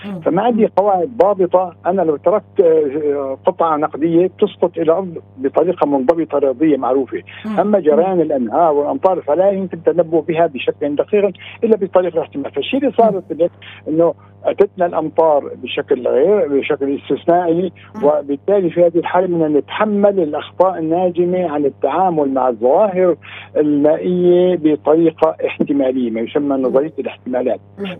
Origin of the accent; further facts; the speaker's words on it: Aleppo Governorate, Syria; نحن عندنا في حلب